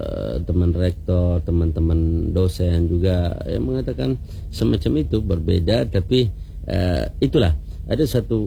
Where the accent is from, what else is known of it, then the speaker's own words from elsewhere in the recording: Ambon, Maluku, Indonesia; accent: Ambon; also born or lived in Yemen; saya tetap dengan cara Ambon, saya tetap dengan logat Ambon, saya tetap dengan bergaul Ambon begitu.